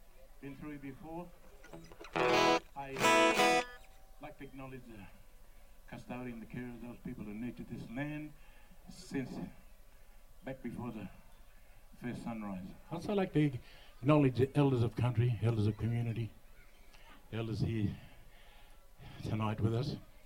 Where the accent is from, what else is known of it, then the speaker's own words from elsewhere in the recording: northern New South Wales, southern Queensland, Australia; I'm from the Kamilaroi Nation, the Gomeroi Nation, which is northern New South Wales, southern Queensland.